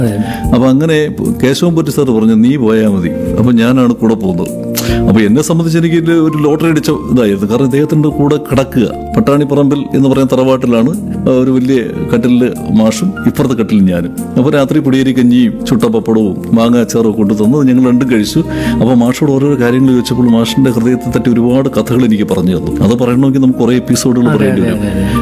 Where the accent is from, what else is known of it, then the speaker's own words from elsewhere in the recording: Pavithreswaram, Kerala, India; born there; കല്യാണം കഴിഞ്ഞ് ഞങ്ങളുടെ നാട്ടിൽ വന്ന ഉത്സവമാണ്, അവിടെ പൗത്രേശ്വരം എന്ന് പറയുന്ന സ്ഥലത്താണ് ഞാൻ ജനിച്ചത്.